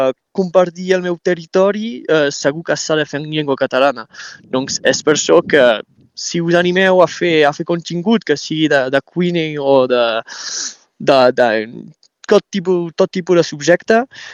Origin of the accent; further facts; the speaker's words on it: Prada, Occitania, France; also born or lived in Vernet; Soc fill de Conflent. Els meus pares van arribar a Catalunya Nord quan jo tenia 3 mesos i doncs vaig créixer un any a Vernet i després tota la meva vida a Prada.